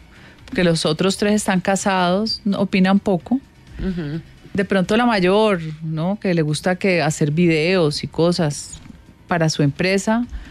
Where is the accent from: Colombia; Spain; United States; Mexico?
Colombia; Cali, Valle del Cauca; moved away; Yo me engordé 6 kilos cuando me vine de Cali por el cambio de todo, el entorno, el frío, la alimentación, no había dónde hacer ejercicio. Yo estudiaba en los Andes y no había nada.